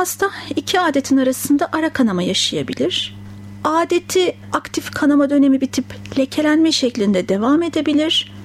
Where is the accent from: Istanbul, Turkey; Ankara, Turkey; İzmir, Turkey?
Ankara, Turkey; 1974 yılında Ankara'da doğdum. İlkokul ve ortaokulu Ankara'da. Yani hep Ankara'da kalmış bir kişiyim.